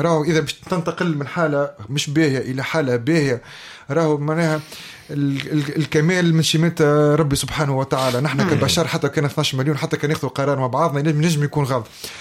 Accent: Tunisia; كمواطن تونسي

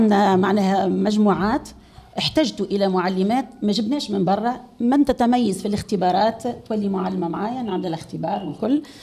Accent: Mograne, Zaghouan Governorate, Tunisia; born or raised there

